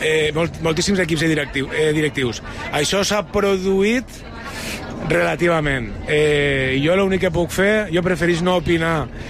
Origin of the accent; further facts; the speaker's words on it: Benicarló, Valencian Community, Spain; moved away; O d'altres comarques no tan centrals, com pel Maestrat, jo soc de Benicarló